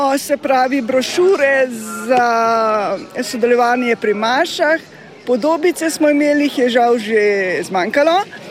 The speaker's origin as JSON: {"language": "Slovenian", "town": "Domžale", "region": "Central Slovenia", "country": "Slovenia", "said": "Mi smo pa iz Domžal."}